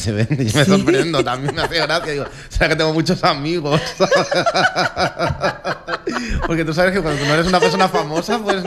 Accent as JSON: {"language": "Spanish", "area": "Tenerife", "region": "Canary Islands", "country": "Spain", "tie": "born or raised there", "also_born_or_lived": "Vigo", "moved": "as an adult", "lives_now": "Lanzarote, Spain", "said": "yo me he criado en Tenerife y he vivido aquí, ya llevo 8 años aquí, pues si te lo piensas, en realidad el léxico que yo utilizo siempre es ese, las construcciones morfosintácticas también. Uh-huh. Lo que no tengo tan claro es el acento"}